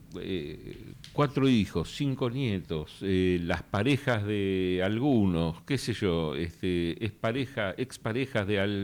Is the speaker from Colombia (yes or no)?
no; Argentina